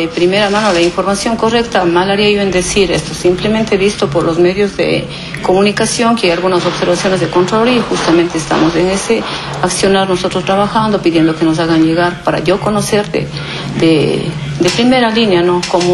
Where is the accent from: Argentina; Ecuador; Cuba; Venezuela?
Ecuador; Sidcay, Azuay; soy nativa de la parroquia rural Sidcay, entonces siempre yo he trabajado con el pueblo y para el pueblo, y así tiene que ser.